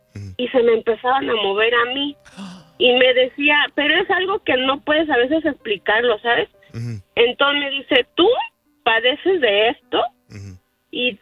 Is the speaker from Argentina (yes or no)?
no; Uruapan, Michoacán, Mexico; yo soy de Uruapan.